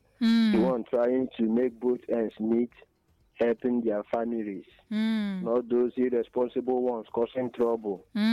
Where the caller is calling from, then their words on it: Enugu, Enugu State, Nigeria; from Ibavar Report, Enugu.